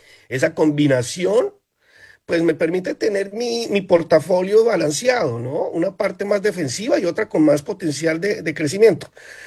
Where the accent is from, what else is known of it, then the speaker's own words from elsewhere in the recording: Colombia; moved away as an adult; now in United States; Yo soy colombiano. Y como inversor buscaba diversificar, salir del país y dolarizar parte del patrimonio.